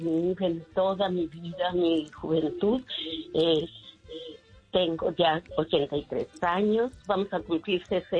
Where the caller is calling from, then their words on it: Durango, Mexico; Yo soy de Durango